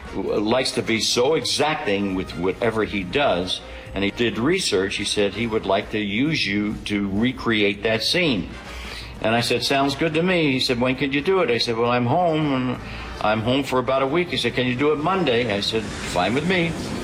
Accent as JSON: {"language": "English", "town": "Philadelphia", "region": "Pennsylvania", "country": "United States", "tie": "born or raised there", "said": "she thinks it's a kid that I grew up with in South Philly, a lot of Italian kids"}